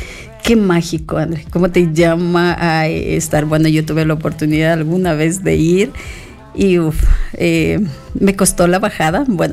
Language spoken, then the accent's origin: Spanish; Sierra, Ecuador; pasas por el centro de la sierra, de donde es esta servidora de ustedes.